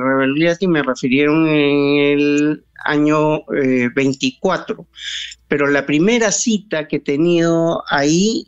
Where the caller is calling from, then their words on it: Lima, Peru; Bueno, desde Surquillo.